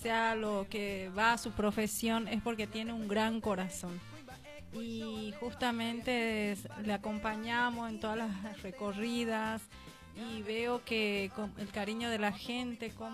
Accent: Argentina; now in Paraguay; Ser colorado, yo vengo justamente, soy argentina

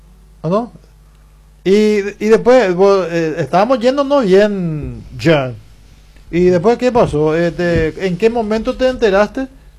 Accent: Paraguay

